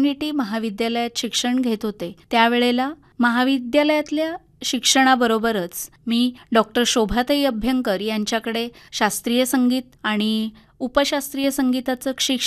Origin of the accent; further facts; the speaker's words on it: Chiplun, Maharashtra, India; तर त्या घरात माझा जन्म झाला। माझं सगळं लहानपण हे पूर्णपणे चिपळूणला गेलं